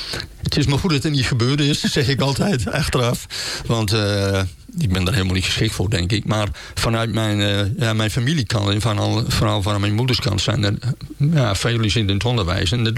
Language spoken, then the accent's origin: Dutch; Ezinge, Groningen, Netherlands; Ja, inderdaad. En nou, ja, geboren dus in Ezingen. En omdat mijn opa en oma … komen daar weg.